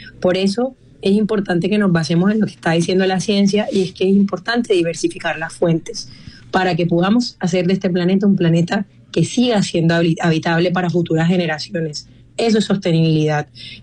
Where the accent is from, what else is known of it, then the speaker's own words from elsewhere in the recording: Colombia; como colombianos y colombianas